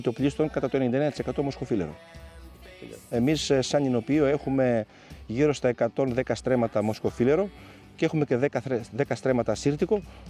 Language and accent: Greek; Tripoli, Peloponnese, Greece; also born or lived in Skopi; Εγώ μεγάλωσα στην Τρίπολη Αρκαδίας, γεννήθηκα στη Σκοπή, έμεινα εκεί πέρα μέχρι 5 ετών και μετέπειτα πήγαμε με τους γονείς μου στην Τρίπολη.